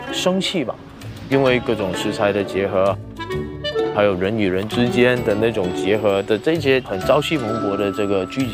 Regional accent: Malaysia; 马来西亚。

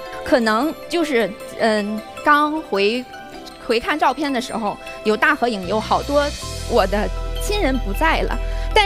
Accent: Beijing, China; 我是北京人，

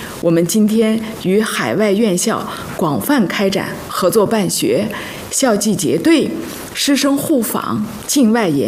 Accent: Tianjin, China; 咱们天津

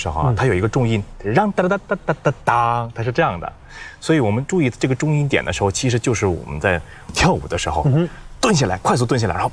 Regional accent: Russia; 我小时候在俄罗斯幼儿园学习的时候，老师还教我们怎么跳这个特雷巴克舞曲

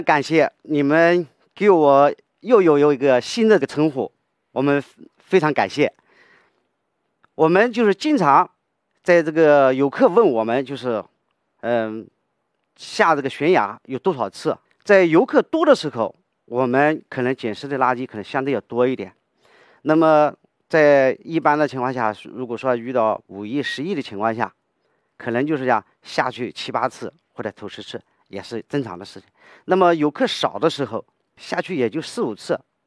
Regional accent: Wuwei, Anhui, China; 因为我的老家是在无为，它是鱼米之乡。那么到了黄山风景区这边的时候，看到这种大山啊，就感觉到非常的险峻陡峭

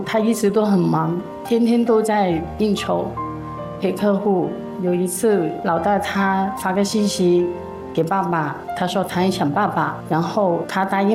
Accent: Shenzhen, Guangdong, China; 我来自广东深圳。

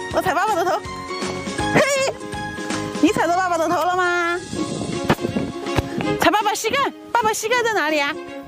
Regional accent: Fuzhou, Jiangxi, China; 我们来自江西抚州。

